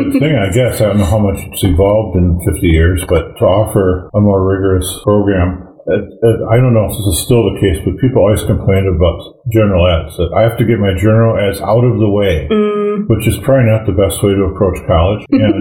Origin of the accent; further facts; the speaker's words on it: St. Cloud, Minnesota, United States; I was from St. Cloud, so I just lived at home for the first couple of years.